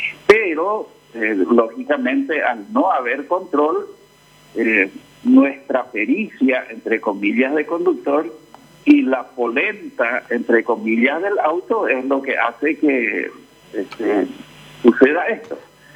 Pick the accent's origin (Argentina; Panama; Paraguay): Paraguay